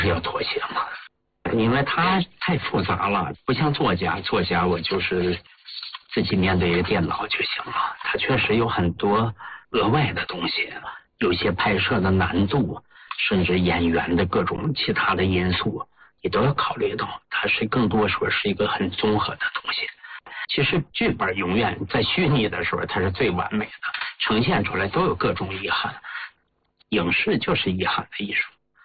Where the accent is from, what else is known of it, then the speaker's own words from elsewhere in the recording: Heilongjiang, China; 就因为我本身是黑龙江人嘛，小时候文目睹，我对那块土地特别熟悉嘛